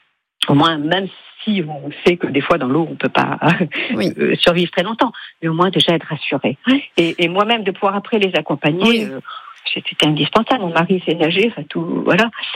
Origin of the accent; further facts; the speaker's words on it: Brest, Brittany, France; J'ai 68 ans maintenant. Alors à l'époque, quand j'étais enfant, je suis de Brest